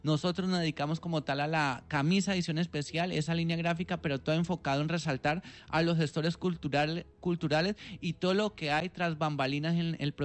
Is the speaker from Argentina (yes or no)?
no; Huila, Colombia; para que nos sintamos orgullosos de ser colombianos, pero especialmente de ser opitas y ser huilenses.